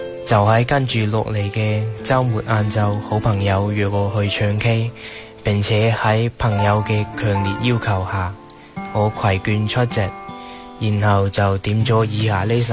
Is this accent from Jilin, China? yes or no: no; Shunde, Guangdong, China; 各位听众朋友，大家晚上好，